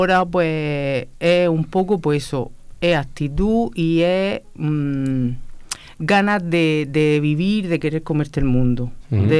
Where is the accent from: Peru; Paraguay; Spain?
Spain; Region of Murcia; en mi tierra, en Murcia.